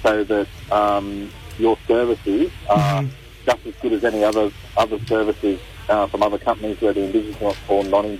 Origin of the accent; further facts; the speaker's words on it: Burketown, Queensland, Australia; My mob is Gungalita, yes. Which is up around the Burketown Gold Country.